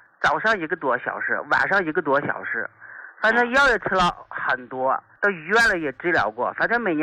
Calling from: Shaanxi, China; 我是陕西的一名听众。

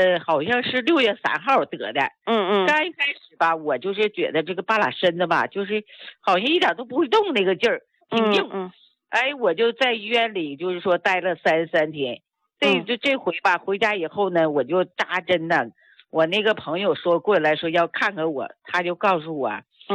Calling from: Heilongjiang, China; 我是黑龙江的

